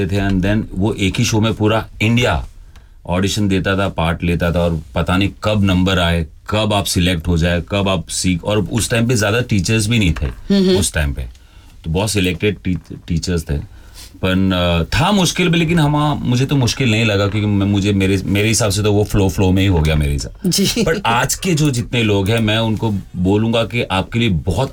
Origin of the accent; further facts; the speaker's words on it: Maharashtra, India; moved away; also born or lived in Gujarat; मैं हूँ एक्चुअली महाराष्ट्र